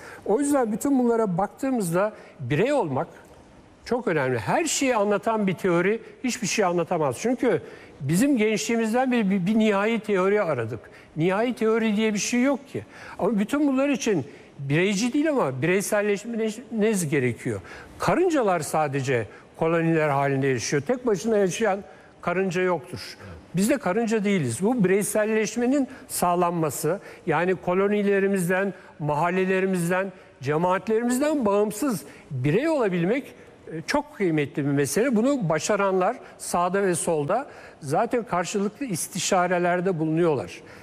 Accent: Üsküdar, Istanbul, Turkey; Yani ben Üsküdar'lıyım, güzelim, konaklarımız bizim apartmana dönüştü.

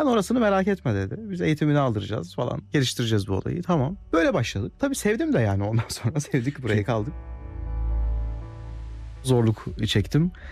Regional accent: Akhisar, Manisa, Turkey; now in Istanbul, Turkey; 1992 Manisa Akhisar doğumluyum. İlk örtüm ve orta öğrenimimi Akhisar'da tamamladım.

